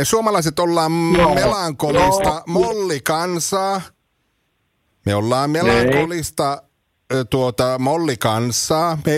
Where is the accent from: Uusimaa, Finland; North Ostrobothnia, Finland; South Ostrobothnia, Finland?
North Ostrobothnia, Finland; Raahe; se meillä Raahessa tunnetaan tämä mereltä tuleva usva ja sumu